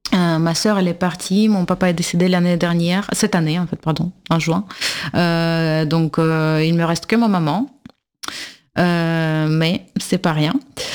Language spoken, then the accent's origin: French; Russia; moved away; en tant que russe